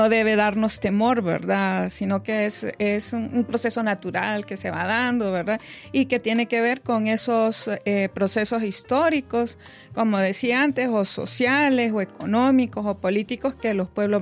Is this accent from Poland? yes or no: no; Honduras; del español hondureño